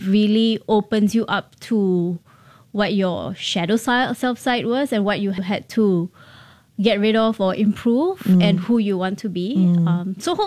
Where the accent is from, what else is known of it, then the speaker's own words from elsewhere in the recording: India; being an Indian woman in a senior role, it's not very common.